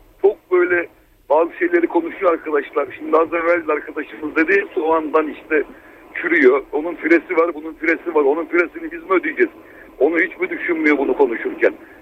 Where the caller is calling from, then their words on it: Istanbul, Turkey; İstanbul'dan arıyorum.